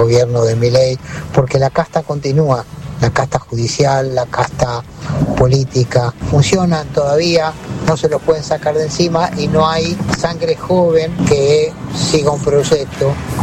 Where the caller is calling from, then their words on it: Temperley, Buenos Aires Province, Argentina; de Temperley los saluda.